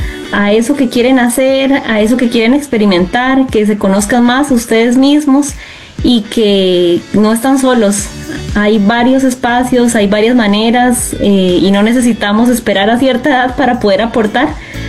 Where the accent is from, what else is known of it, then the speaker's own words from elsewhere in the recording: Costa Rica; mi papá es de Perú y mi mamá es de Bolivia y yo soy de Costa Rica.